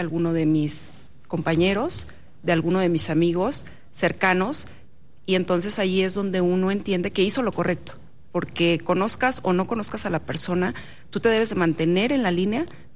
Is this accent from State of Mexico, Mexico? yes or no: yes; Nezahualcóyotl, State of Mexico, Mexico; Yo soy originaria de Nezahualcóyotl, del Estado de México. Yo siempre le he dicho, es el lugar donde nacen las diosas aztecas. Yo soy una mexicana muy mexicana, muy arraigada a mis raíces, efectivamente, a nuestras tradiciones